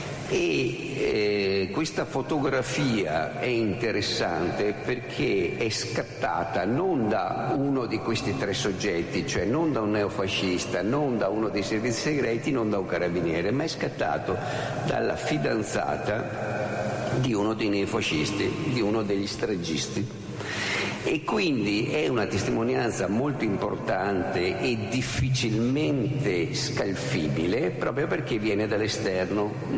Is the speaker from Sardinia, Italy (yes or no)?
no; Mestre, Veneto, Italy; perché da veneziani, o meglio da Mestrini, volevamo toglierci delle soddisfazioni